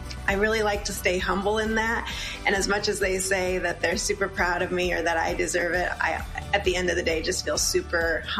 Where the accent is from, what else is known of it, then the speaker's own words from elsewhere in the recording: San Diego, California, United States; I grew up in San Diego, and I didn't know how spoiled I was to grow up in a place like San Diego.